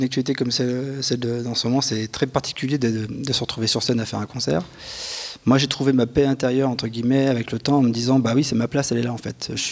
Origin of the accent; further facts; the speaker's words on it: Brittany, France; moi je suis de Bretagne